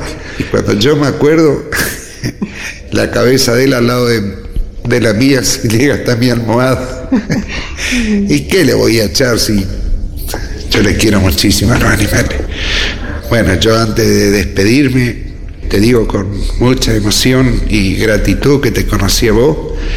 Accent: Alvear, Corrientes, Argentina; born there; now in Posadas, Argentina; voy a aprovechar para ir a mi pueblo, al Alvear.

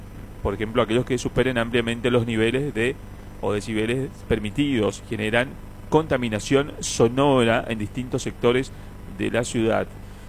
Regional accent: Alvear, Corrientes, Argentina; moved away; Hoy se va a Alvear, a mi pueblo.

